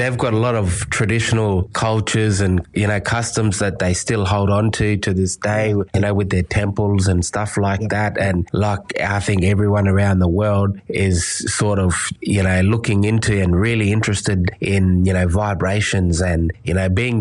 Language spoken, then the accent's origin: English; Alice Springs, Northern Territory, Australia; I'm from Australia, I'm Aboriginal, I might not be from Arnhem, man, but still this is my country and that's my mob